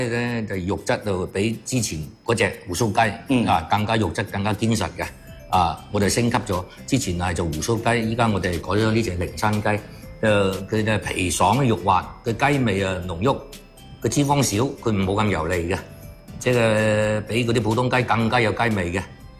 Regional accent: Guangdong, China; 我哋廣東人

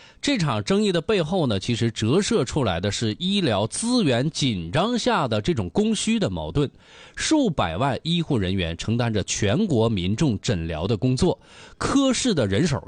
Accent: China; 我们是中国人，

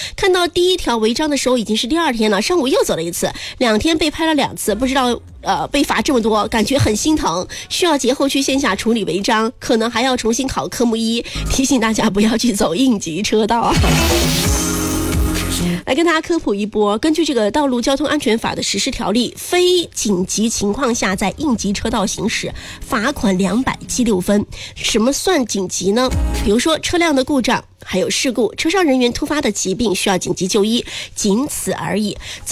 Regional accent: China; 我们中国人

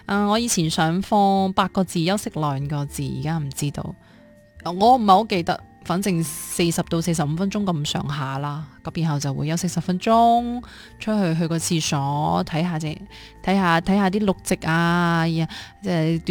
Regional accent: China; 我觉得就会比较对我哋中国人比较友好啲囉

